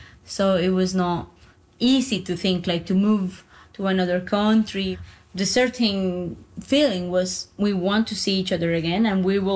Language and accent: English; Bogotá, Colombia; I'm from Bogota, Colombia.